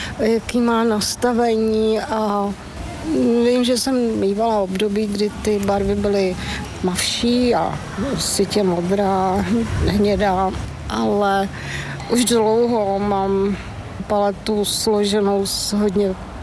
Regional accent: Nová Paka, Hradec Králové Region, Czechia; jsem od dětství ve Vrchovině, u Nový Paky.

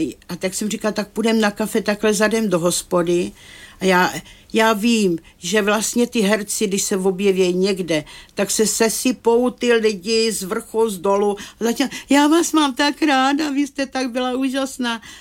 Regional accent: Hradec Králové, Hradec Králové Region, Czechia; moved away as an adult; now in Turnov, Czechia; Já pocházím z Hradce Králové.

